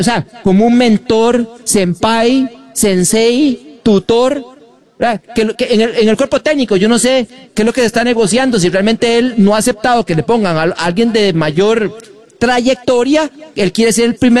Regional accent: Costa Rica; pero somos costarricenses

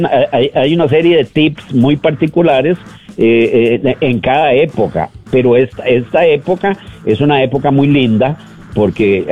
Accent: San José, Costa Rica; also born or lived in Cinco Esquinas, Tibás; yo me crié en Atillo, aunque yo tengo algo de herediano por … pero sí nos fuimos para vivimos en Cinco Esquinas y después nos fuimos para Atillo

